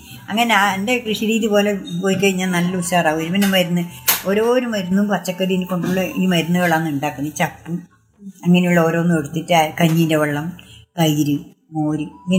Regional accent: Aduvappuram, Kerala, India; Aduvappuram, Aduvappuram

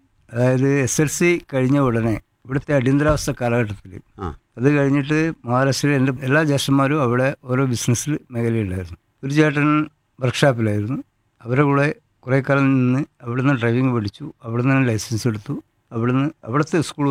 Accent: Mooveri, Kerala, India; എന്റെ വീട് പാസിഫിക മൂവേരി.

